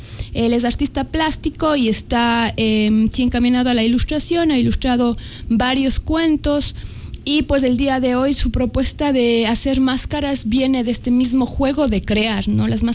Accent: Cuenca, Azuay, Ecuador; now in Baños, Ecuador; yo vengo de Cuenca.

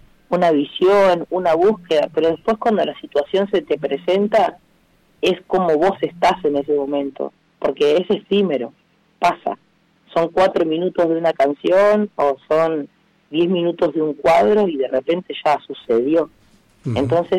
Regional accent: General Roca, Río Negro, Argentina; yo soy oriundo de Sique Menuco, más conocido como General Roca, provincia de Río Negro también

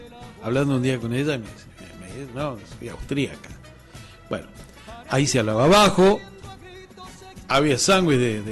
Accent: Río Segundo, Córdoba, Argentina; siempre me contaba historias mi viejo del Bar Unión cuando se iba de joda a Córdoba. Soy de Río Segundo, mira.

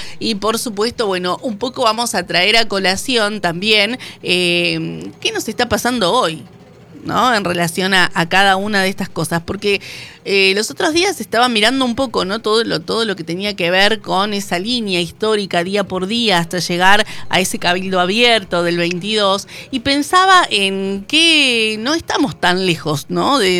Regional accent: Argentina

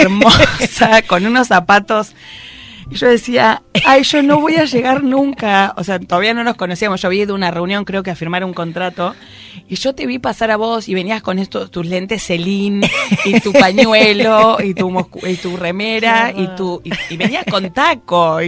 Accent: Haedo, Buenos Aires Province, Argentina; Y en el oeste, yo soy de Aedo particularmente

